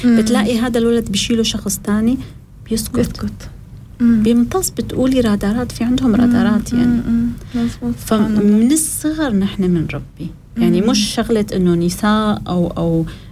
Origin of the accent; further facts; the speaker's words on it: Syria; حتى عن جد هذا كلام دارج عندنا بالشام أو بسوريا.